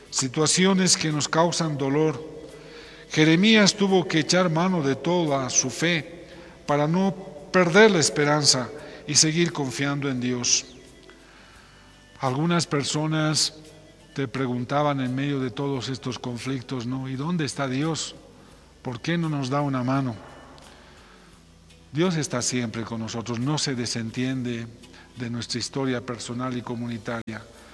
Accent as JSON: {"language": "Spanish", "country": "Bolivia"}